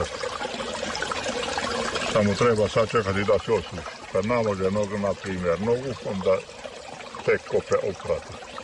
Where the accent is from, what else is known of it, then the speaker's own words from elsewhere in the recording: Senta, Vojvodina, Serbia; Mi smo iz Sente došli, pa dolazimo često zato što smo čuli da je jako dobra voda za, za reomu, za kičmu i za noge.